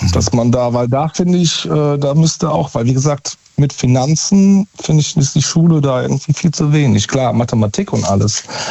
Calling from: Baden-Württemberg, Germany; So 40 Kilometer nördlich von Stuttgart, also nördlich ja Rems-Murr-Kreis, ja.

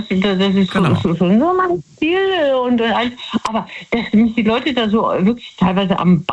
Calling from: Betzdorf, Rhineland-Palatinate, Germany; Aus Betzdorf.

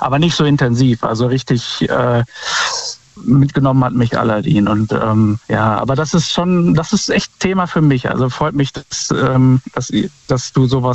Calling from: Bad Wünnenberg, North Rhine-Westphalia, Germany; Bad Wünnenberg.

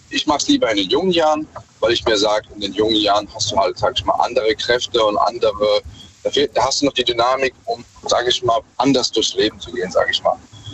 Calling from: Mannheim, Baden-Württemberg, Germany; Aus Mannheim.

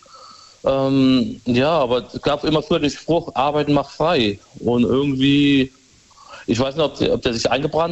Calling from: Rhineland-Palatinate, Germany; Ich habe heute Morgen vorhin noch eine Sprachnachricht geschickt wegen dem Wetter bei uns im Hunsrück in der Eifel.

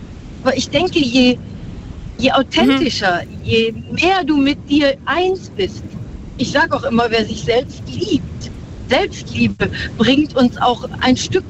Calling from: North Rhine-Westphalia, Germany; In der Nähe von Köln und ich komme aus Stuttgart gerade.

